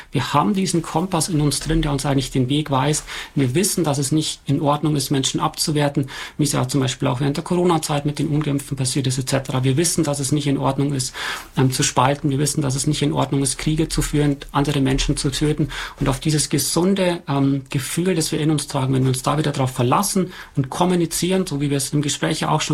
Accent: Germany; aber wir als Deutsche erst recht nicht

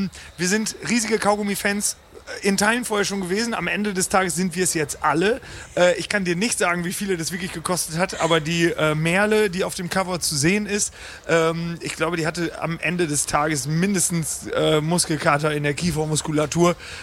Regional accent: Osnabrück, Lower Saxony, Germany; wir kommen aus Osnabrück, gar nicht selbstverständlich, dass man mal eben hier hinfährt.

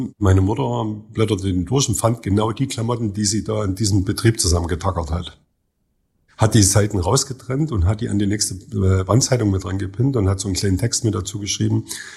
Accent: Oelsnitz, Saxony, Germany; ich bin in einer Kleinstadt im Vogtland aufgewachsen, in Ösnitz.

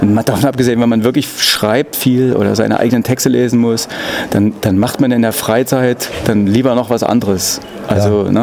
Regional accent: Dresden, Saxony, Germany; Ich bin Dresdner

